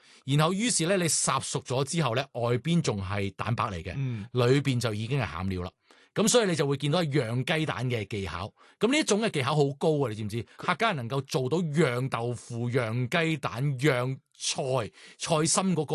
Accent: Guangdong, China; 我哋广东人呢是会叫一啲蛋呢就叫春。

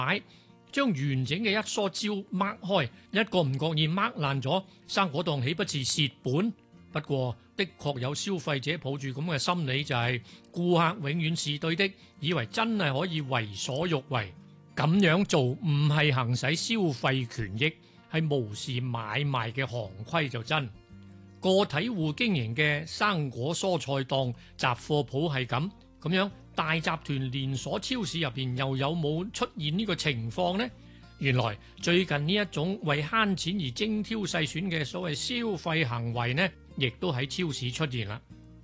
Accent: Hong Kong; now in Sydney, Australia; 仲记得细个喺香港嘅时候呢

